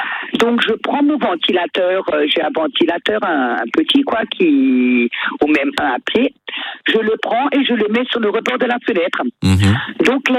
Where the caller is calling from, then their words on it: Bouxwiller, Grand Est, France; Vous savez comment on dit en Alsacien chez nous?